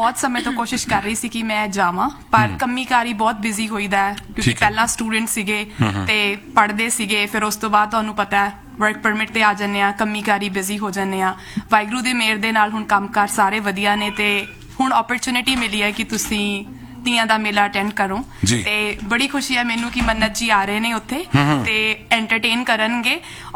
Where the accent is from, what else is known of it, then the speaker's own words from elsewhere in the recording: Fatehgarh Sahib, Punjab, India; moved away as an adult; now in Canada; ਮੈਂ ਪੰਜਾਬ ਤੋਂ ਜੀ, ਫਤਿਹਗੜ੍ਹ ਸਾਹਿਬ ਤੋਂ ਆ।